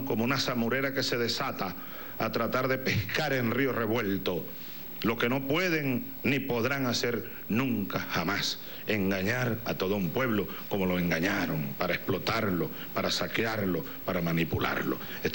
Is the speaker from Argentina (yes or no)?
no; Venezuela